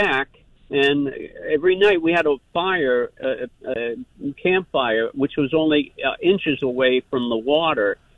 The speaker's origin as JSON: {"language": "English", "town": "Killington", "region": "Vermont", "country": "United States", "said": "Hi. I'm from Killington, but I have a home up on Lake Champlain off of the west shore of Isle of Mont."}